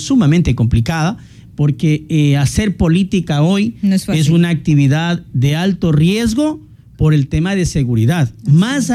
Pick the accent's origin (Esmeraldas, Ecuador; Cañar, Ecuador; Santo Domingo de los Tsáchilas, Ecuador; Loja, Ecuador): Santo Domingo de los Tsáchilas, Ecuador; Santo Domingo; soy de Santo Domingo, conozco, he vivido la realidad de Santo Domingo todos sus días. Aquí crecí, aquí me eduqué, aquí he ejercido mi profesión, aquí he sido funcionario público